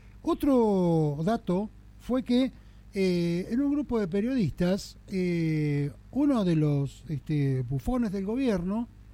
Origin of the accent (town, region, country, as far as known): Tierra del Fuego, Argentina